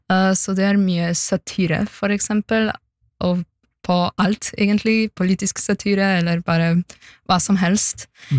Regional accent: Slovenia; moved away; jeg synes at slovenere, når jeg sammenligner dem med nordmenn, så er vi ikke like patriotiske som nordmenn.

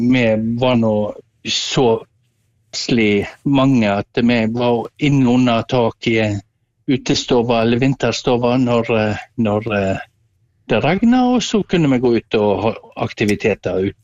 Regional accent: Osterøy, Vestland, Norway; Du, jeg befinner meg på Osterøy. Jeg er født og oppvokst og bor på Osterøy.

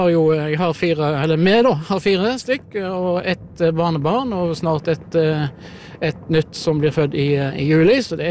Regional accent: Kvinnherad, Vestland, Norway; now in Klepp, Norway; Jeg bor på Klepp på Jæren, og så vokste jeg opp i Kvinnherra i Sunnhordland.

